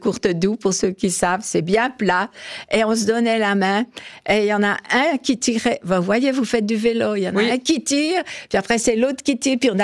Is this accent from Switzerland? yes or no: yes; Porrentruy, Jura, Switzerland; on a grandi à Porrentruy, mon mari et moi